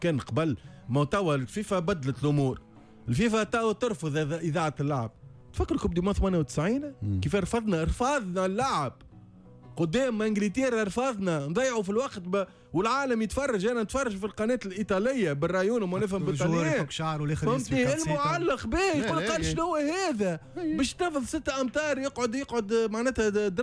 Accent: Tunisia; انا كتونسي

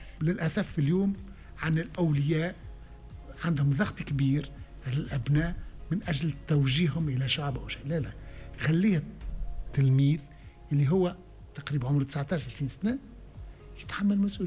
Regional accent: Tunisia

